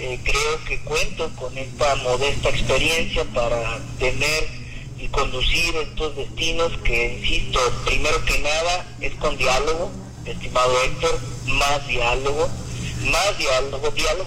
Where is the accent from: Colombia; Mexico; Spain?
Mexico; Acapulco, Guerrero; porque todos saben que yo pues soy originario de Acapulco, así que pues uno siempre quiere, ama y extraña la cuna que lo vio nacer.